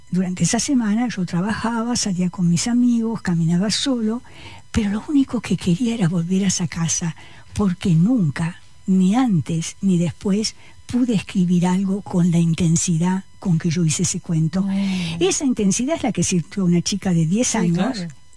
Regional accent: Cuba; No tengo idea, yo soy cubano, soy abogado, yo no.

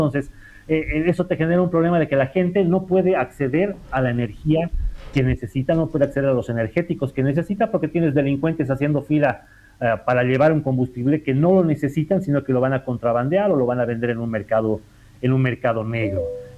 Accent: Bolivia

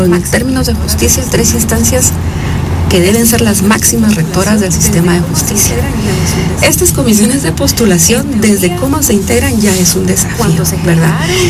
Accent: Guatemala; como guatemaltecas no vamos y votamos como si íbamos a hacer ya el otro año, ¿verdad?

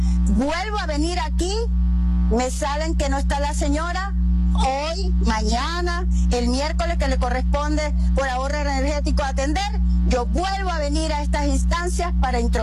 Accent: Venezuela; Vengo aquí como ciudadana, vengo aquí como venezolana y como trabajadora de esta patria.

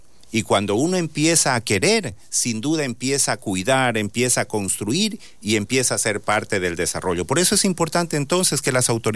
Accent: Loja, Ecuador; now in Lago Agrio, Ecuador; desde el punto de los lojanos decimos

